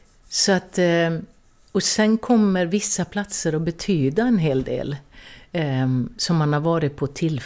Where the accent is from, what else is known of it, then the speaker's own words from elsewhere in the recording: Älvdalen, Dalarna County, Sweden; På sjukstugan i Älvdalen, där de då hade något slags BB på den tiden. Och sen växte jag upp där.